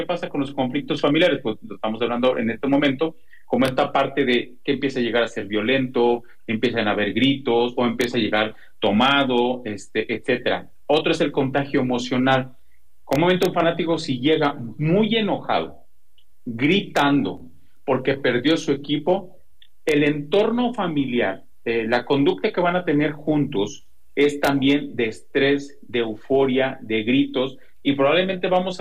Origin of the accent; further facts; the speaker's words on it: Mexico; yo soy de México.